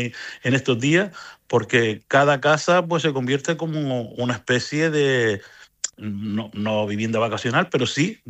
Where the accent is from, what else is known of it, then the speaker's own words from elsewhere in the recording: Telde, Canary Islands, Spain; yo como nací y vivo en Lomo Magullo, conozco bien la fiesta y bueno, desde chiquillo la he disfrutado.